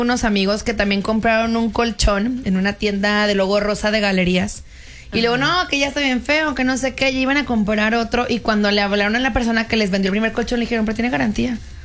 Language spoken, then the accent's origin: Spanish; Mexico; solo en México lo hacemos